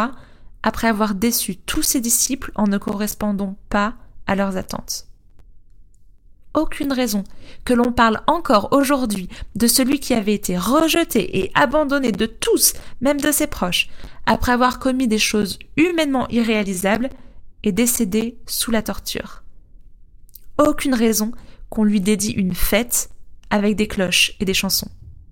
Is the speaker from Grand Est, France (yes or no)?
yes; Grand Est, France; Moi, je viens de Lorraine, mais de cette partie qui n'a jamais été allemande.